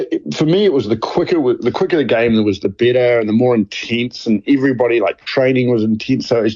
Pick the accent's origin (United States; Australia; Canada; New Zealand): New Zealand; I think being a New Zealander actually, and having a Welsh coach as well, really help